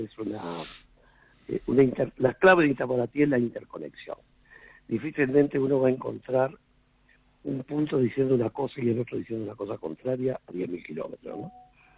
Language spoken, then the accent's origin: Spanish; Uruguay